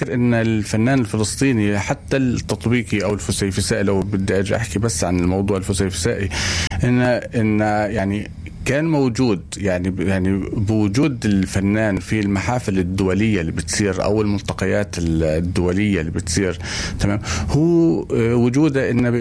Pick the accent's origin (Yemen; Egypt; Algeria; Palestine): Palestine; كنت أنا كفنان فلسطيني